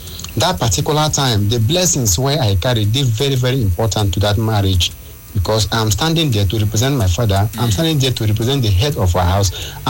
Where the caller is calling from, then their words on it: Ebonyi, Nigeria; I come from Amasre, Afikbo, North local government area of Ebonyi State